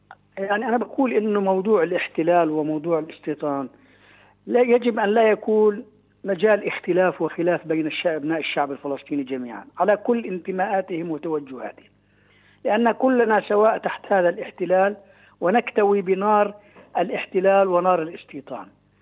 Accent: Palestine; نحن كشعب فلسطيني

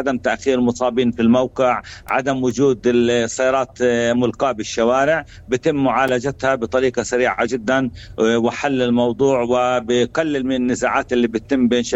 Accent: Palestine; احنا كفلسطينيين

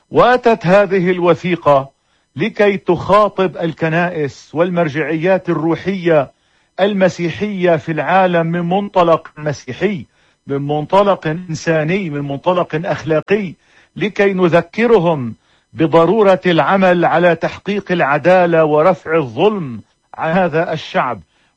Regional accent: Palestine; أنا أعتقد أن هنالك شيئا يتغير لصالحنا كفلسطينيين

